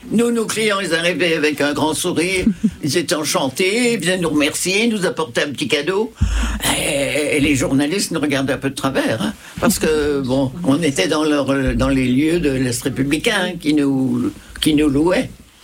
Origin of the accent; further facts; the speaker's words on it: France; moved away as an adult; also born or lived in Beirut, Lebanon; je suis une Française qui rapatrie ses enfants.